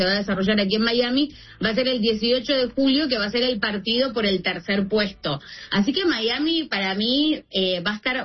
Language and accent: Spanish; Argentina; Yo, en lo personal, soy argentina, con lo cual, imagínate.